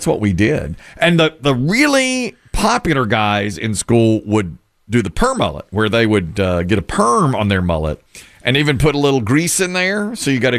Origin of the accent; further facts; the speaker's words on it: Asheboro, North Carolina, United States; Nita, in my hometown, Asheboro, charged me.